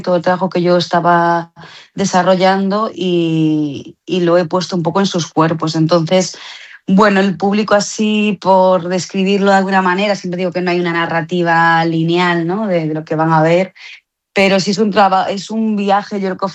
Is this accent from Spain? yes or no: yes; Porriño, Galicia, Spain; moved away